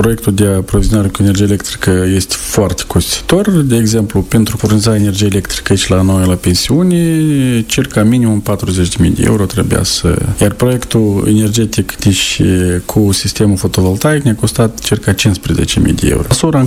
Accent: Șoldănești, Șoldănești District, Moldova; moved away as an adult; now in Cuconeștii Noi, Moldova; Da, sunt din Șoldănești de Baștină.

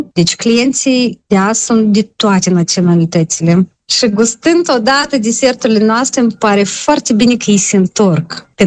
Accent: Moldova; now in Montreal, Canada; M-am simțit mândră că sunt moldoveancă.

